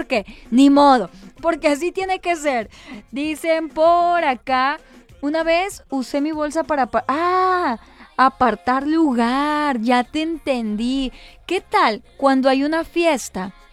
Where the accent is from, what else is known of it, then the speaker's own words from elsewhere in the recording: Mexico; Está raro cómo nosotros como mexicanos luego le agarramos un significado que está en los dos extremos a una misma palabra.